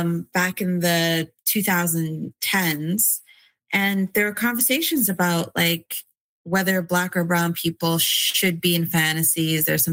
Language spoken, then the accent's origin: English; Canada; I'm Nigerian Canadian, and you'll see a lot of books like Deborah Fillet's Blood Zion or Tomi Adeyemi's Children of Blood and Bone that are taking from, you know, Black Nigerian history, Nigerian culture, and Nigerian cosmology.